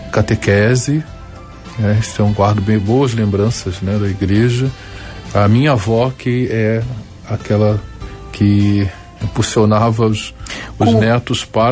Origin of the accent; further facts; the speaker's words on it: Rio de Janeiro, Brazil; born there; also born or lived in Salvador, Bahia; a minha mãe com os meus irmãos, e logicamente eu no colo, chegamos aqui no Rio de Janeiro no ano de 1967.